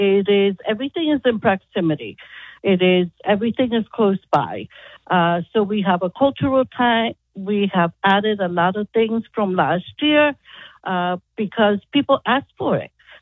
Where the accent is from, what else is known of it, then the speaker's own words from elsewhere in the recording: Calabria, Italy; accent: Calabrese; moved away; in our Calabrese dialect, means an old pot. And growing up in Italy